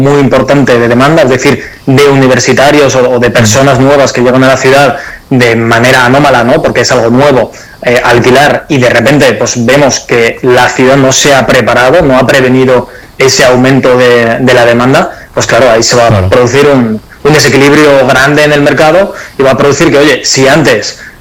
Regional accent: Altea, Valencian Community, Spain

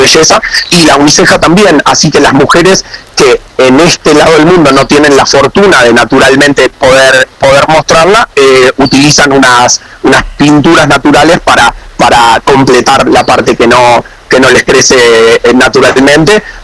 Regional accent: Uruguay

